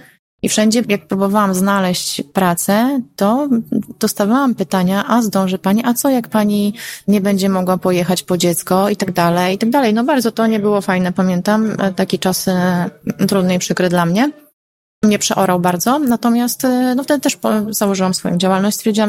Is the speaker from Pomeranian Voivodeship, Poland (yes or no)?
yes; Reda, Pomeranian Voivodeship, Poland; Ja też jestem z Gdyni, tak? Z Trójmiasta, właściwie z Redy, no, żeby sprecyzować, ale to jest koło Gdyni.